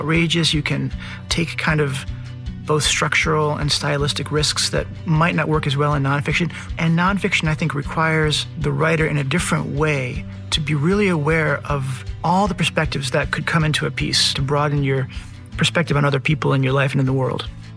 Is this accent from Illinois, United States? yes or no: no; Massachusetts, United States; now in Longmeadow, United States; I live out in western Massachusetts in a small town called Longmeadow. I grew up in the Berkshires